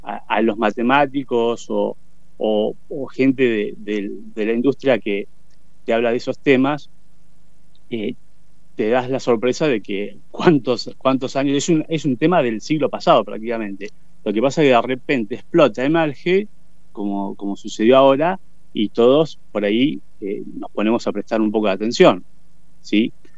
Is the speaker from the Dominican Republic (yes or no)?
no; Argentina; nosotros tenemos una en Argentina, es difícil, digamos, si sos argentino, no amar la universidad pública